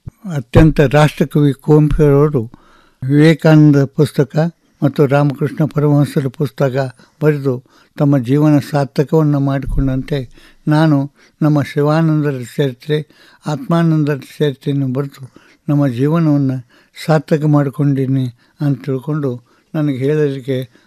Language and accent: Kannada; Ramdurg, Karnataka, India; ನಾನು ರಾಮದುರ್ಗ ನಮ್ಮ ಊರಲ್ಲಿ ನಾನು ಶಿಕ್ಷಕನಾಗಿ ಕೆಲಸ ಮಾಡುವಾಗ